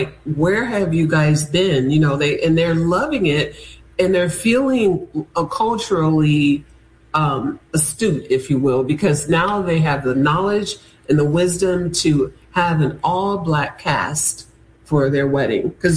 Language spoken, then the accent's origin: English; Akron, Ohio, United States; also born or lived in Youngstown, Ohio; I'm from Ohio originally. Okay. I was born in Youngstown, raised in Akron, Ohio. Went to high school there.